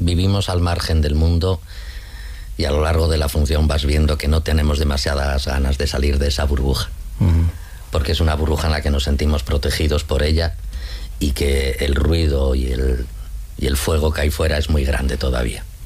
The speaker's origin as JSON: {"language": "Spanish", "region": "Asturias", "country": "Spain", "said": "Cerca, que yo soy asturiano y eso me viene bien para que vengan a verme la afición."}